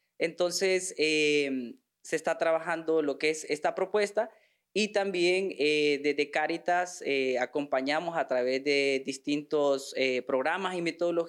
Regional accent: Honduras; en Honduras tenemos un porcentaje amplio, ¿verdad?, de población joven

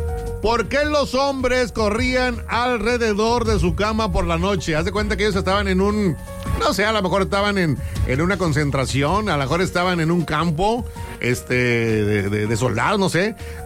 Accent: Mexico; Somos mexicanos y la neta que, pues, mucha gente vibró con el partido de ayer.

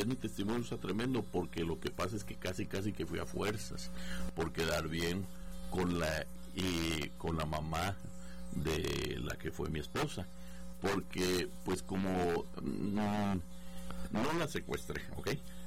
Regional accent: Guadalajara, Jalisco, Mexico; Pero sí, soy de Guadalajara.

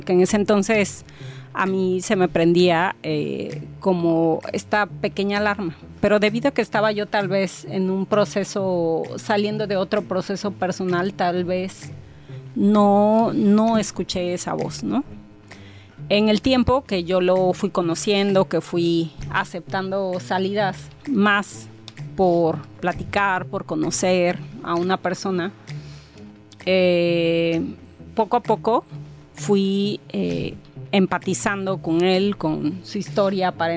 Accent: Acapulco, Guerrero, Mexico; moved away; yo salí de Acapulco, pero Acapulco no salió de mí, ¿no? Y es un placer poder estar aquí en mi tierra natal

